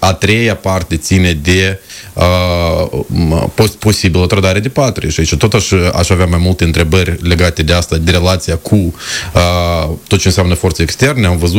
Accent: Chișinău, Moldova; din impozitele mele ca și chișinăuian

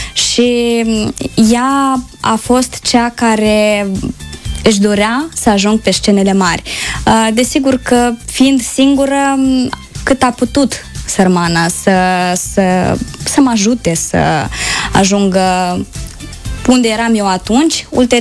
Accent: Pîrjolteni, Călărași District, Moldova; moved away; în satul meu de Baștină, unde am înlocuit Baraboiul cu Pârjolteniul.

